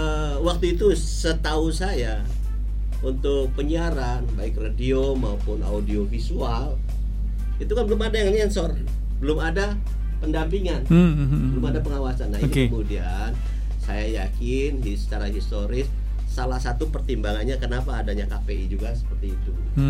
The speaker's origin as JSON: {"language": "Indonesian", "area": "Indramayu", "region": "West Java", "country": "Indonesia", "tie": "born or raised there", "said": "asli Montermayu"}